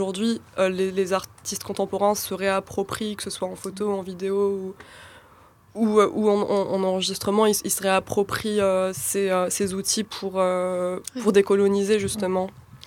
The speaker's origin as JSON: {"language": "French", "region": "Algiers Province", "country": "Algeria", "accent": "Algiers", "said": "français, mais avec un accent algérois très marqué. Et au fur et à mesure des années, j'ai dû lisser mon accent pour qu'il sonne plus parisien, pour des questions d'intégration et d'assimilation. Et l'accent kabyle, il fait partie de moi"}